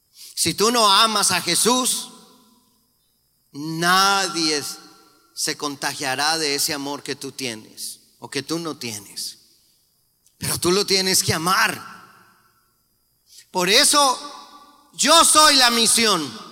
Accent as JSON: {"language": "Spanish", "country": "Colombia", "said": "En mi país, en la ciudad de Bogotá, Colombia"}